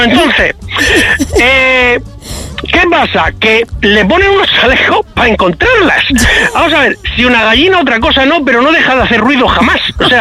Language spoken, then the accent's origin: Spanish; Spain; siendo español de España con pedigrí